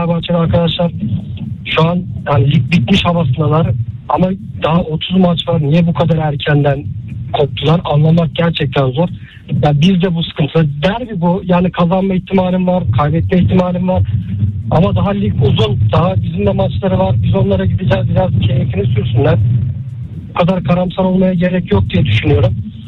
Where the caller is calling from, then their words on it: Istanbul, Turkey; ben İstanbul'dan.